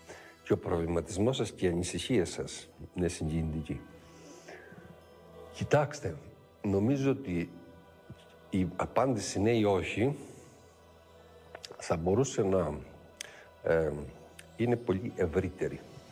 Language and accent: Greek; Greece